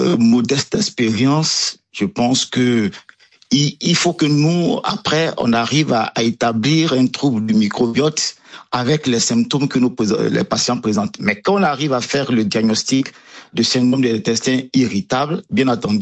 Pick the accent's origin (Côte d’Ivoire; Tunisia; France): Côte d’Ivoire; la fièvre typhoïde qui est courante chez nous, en Afrique, aussi en Côte d'Ivoire